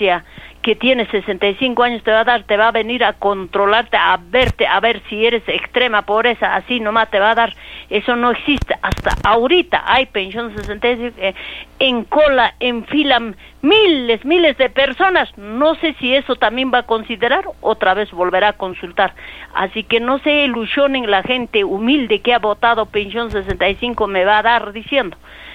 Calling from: Peru; eso es lo que somos los peruanos

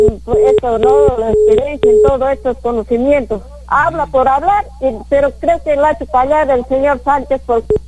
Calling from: Peru; nosotros somos como peruanos

